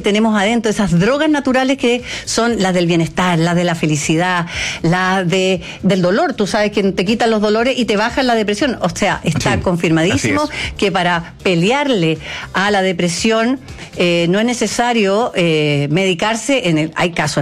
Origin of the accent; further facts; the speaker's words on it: Chile; Ah, me voy a involucrar, yo soy más chilena que los porotos.